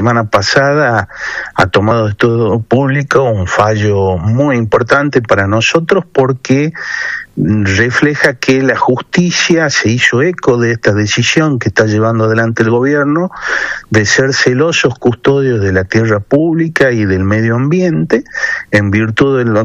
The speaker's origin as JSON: {"language": "Spanish", "town": "Yerba Buena", "region": "Tucumán", "country": "Argentina", "tie": "born or raised there", "said": "yo soy nacido y criado en Yerba Buena, allí tengo mi domicilio, por lo tanto mi distrito electoral es la ciudad Jardín"}